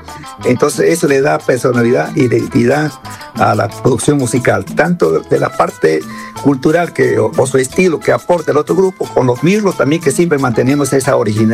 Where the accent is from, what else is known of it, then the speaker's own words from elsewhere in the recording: Moyobamba, San Martín, Peru; moved away; also born or lived in Lima; yo nací especialmente en Moyobamba, que es el corazón de la selva del Perú.